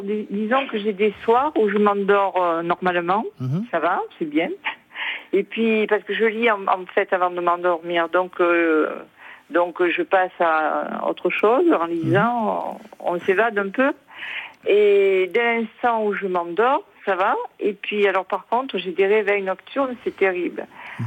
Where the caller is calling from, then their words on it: Marseille, Provence-Alpes-Côte d'Azur, France; J'appelle des Bouches-du-Rhône. Marseille